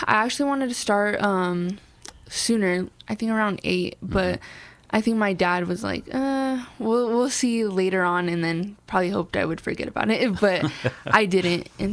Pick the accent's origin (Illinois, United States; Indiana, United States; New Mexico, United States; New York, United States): New Mexico, United States; Las Cruces; I honestly loved growing up in Las Cruces. I love the pace, especially with traveling to many different cities. It's nice to come back here